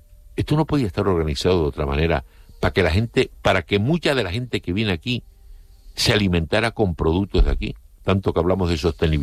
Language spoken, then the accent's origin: Spanish; Canary Islands, Spain; Como canario, o sea, y esto tiene que hacérselo ver los responsables públicos.